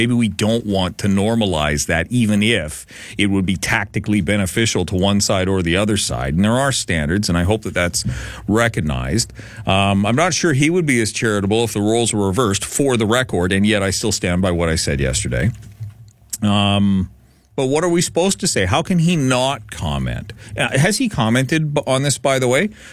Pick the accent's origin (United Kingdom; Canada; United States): Canada; British Columbia; we being British Columbians